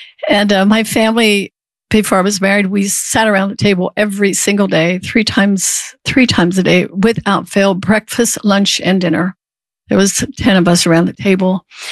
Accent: Lancaster County, Pennsylvania, United States; I grew up in Lancaster County, where you live in the city of Lancaster, I understand, and grew up on a farm, Amish farm.

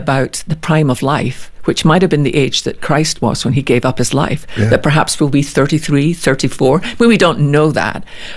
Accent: Scotland, United Kingdom; when I was growing up in Scotland in our little church, I loved our Tuesday night prayer meeting.

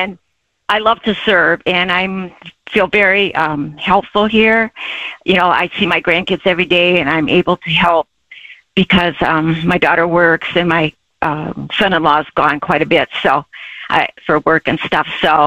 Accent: Michigan, United States; moved away as an adult; also born or lived in West Virginia; now in Arizona, United States; I grew up in Michigan and lived there all my life

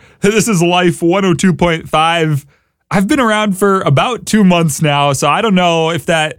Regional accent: Minnesota, United States; moved away; I'm from Minnesota originally

